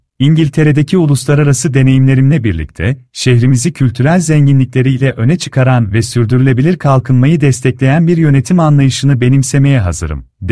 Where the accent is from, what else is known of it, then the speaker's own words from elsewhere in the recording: Şereflikoçhisar, Ankara, Turkey; moved away as an adult; also born or lived in England; doğup büyüdüğüm memleketim Şerefli Koçhisar'a